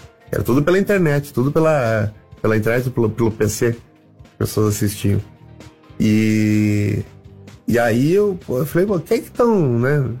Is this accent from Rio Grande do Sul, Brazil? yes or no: yes; Rio Grande do Sul, Brazil; now in Curitiba, Brazil; Eu sou gaúcho, vou perder a identidade. Meio bairrista ainda, né? Tu vê, depois virei bairrista curitibano. Hoje eu sou curitibano.